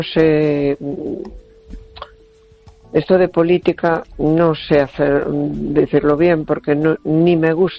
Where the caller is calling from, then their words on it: A Coruña, Galicia, Spain; de Coruña.